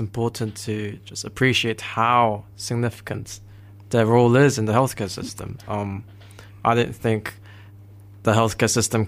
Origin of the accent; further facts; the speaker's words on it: South Korea; moved away; I'm originally from Korea.